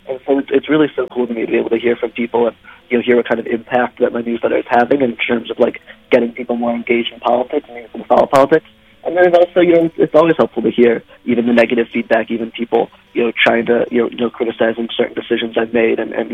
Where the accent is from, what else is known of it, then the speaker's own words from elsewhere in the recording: St. Louis, Missouri, United States; now in Washington, United States; St. Louis, Missouri.